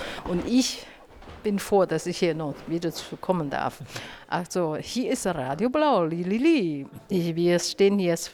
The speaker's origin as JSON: {"language": "German", "country": "Taiwan", "second_language": "German", "said": "Das wird bestimmt nochmal aus China oder Taiwan. Persönlich komme ich aus Taiwan."}